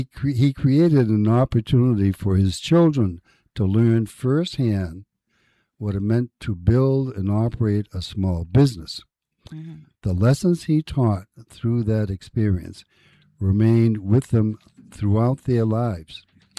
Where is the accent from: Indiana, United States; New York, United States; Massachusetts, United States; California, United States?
Massachusetts, United States; Lowell; And I was in a roughly safe but sometimes dangerous neck of the woods in Lowell, in Centerville.